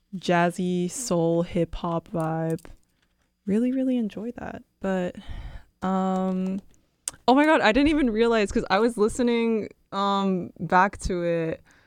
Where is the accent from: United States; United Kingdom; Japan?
United States; Atlanta, Georgia; now in Davis, United States; Like I'm officially in Davis, California now, but I'm like from Atlanta.